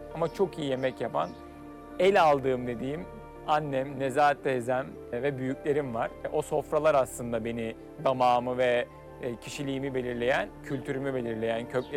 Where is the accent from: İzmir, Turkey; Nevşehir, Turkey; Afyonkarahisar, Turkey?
İzmir, Turkey; Izmir; moved away as an adult; also born or lived in Italy; now in Urla, Turkey; İzmir'de doğdum, büyüdüm, İzmirliyim. Kendi köklerime dönmek istedim açıkçası.